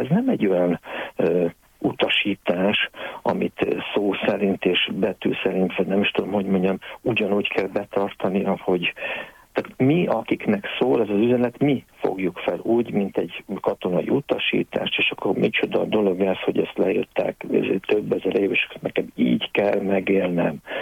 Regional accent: Hungary; a pálosokhoz azért magyar alapítású rendhez kötődünk, ugye, mint magyarok

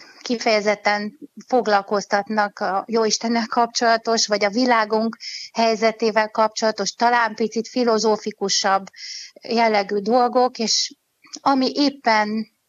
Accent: Pécs, Baranya, Hungary; now in Budapest, Hungary; Tehát pécsi születésű vagyok, és egy zenés családba születtem.

